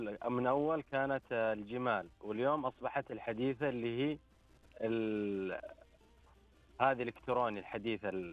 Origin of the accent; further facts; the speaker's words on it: Jazan Province, Saudi Arabia; هذا بلدي في جيزان، عندنا في جيزان في الأودية